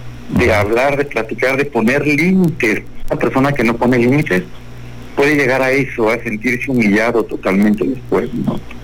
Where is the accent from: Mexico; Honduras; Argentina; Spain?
Mexico; como mexicanos, como paisanos